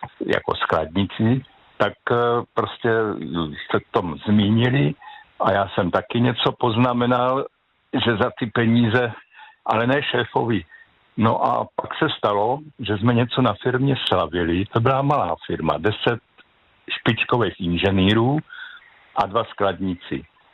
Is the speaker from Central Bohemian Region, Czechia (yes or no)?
yes; Central Bohemian Region, Czechia; Dobrý večer … jsem ze Středočeského kraje.